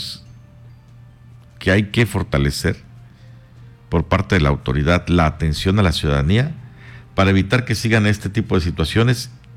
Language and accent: Spanish; Mexico; now in Quintana Roo, Mexico; Como mexicano, como ciudadano de Quintana Roo